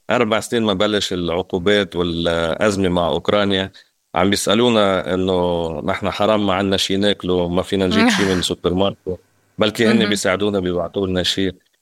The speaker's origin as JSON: {"language": "Arabic", "country": "Russia", "tie": "born or raised there", "second_language": "Arabic", "lives_now": "Beirut, Lebanon", "said": "نروحها ولو إجازة صغيرة نشوف قرايبينا، و بالمبدأ لبنتي لتشوف روسيا وبتضل يعني إلى انتماء لبلدها."}